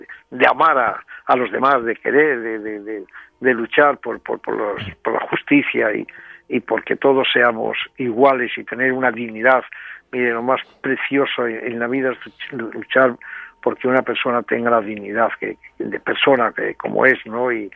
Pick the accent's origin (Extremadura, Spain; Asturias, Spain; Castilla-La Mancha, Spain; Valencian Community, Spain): Asturias, Spain; La Rebollada; born or raised there